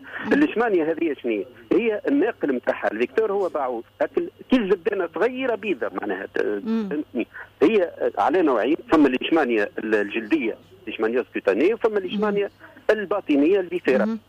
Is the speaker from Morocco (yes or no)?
no; Tunisia; عندنا انواع عديده في تونس